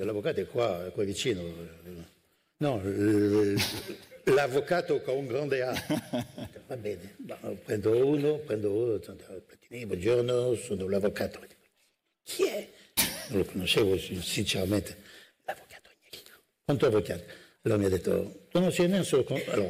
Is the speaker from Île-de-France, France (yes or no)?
no; Grand Est, France; Italian is a second language; Sono della Lorraine